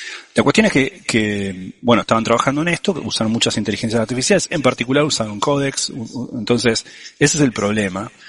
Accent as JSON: {"language": "Spanish", "country": "Argentina", "said": "porque yo como argentino uso un solo apellido"}